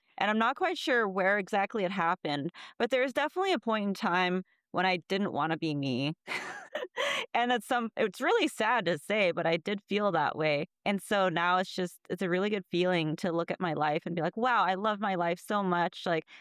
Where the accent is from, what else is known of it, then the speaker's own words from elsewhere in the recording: Alaska, United States; now in San Francisco, United States; oh, I'm from Alaska